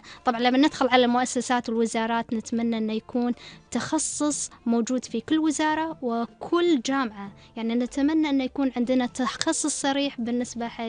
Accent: Kuwait

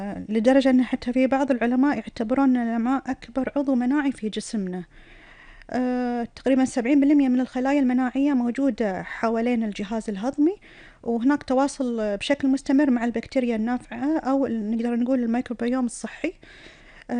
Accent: Kuwait; ويحفظ ديرتنا

